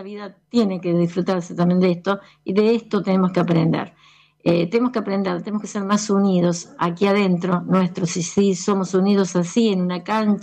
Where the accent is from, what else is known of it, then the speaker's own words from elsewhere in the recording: Argentina; somos argentinos